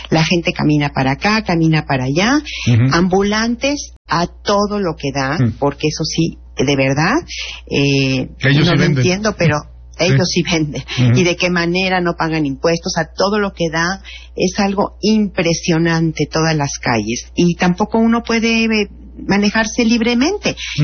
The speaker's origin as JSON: {"language": "Spanish", "country": "Mexico", "said": "Y me siento como mexicana tan impotente."}